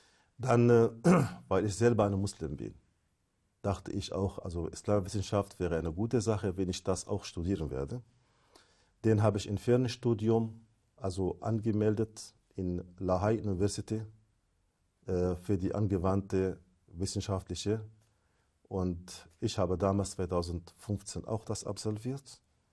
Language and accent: German; Syria; German is a second language; moved away as an adult; now in Germany; weil ich eine Syrer bin, ich komme aus Syrien.